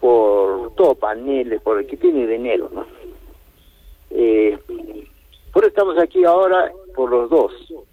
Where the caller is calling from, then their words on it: Peru; Todos los peruanos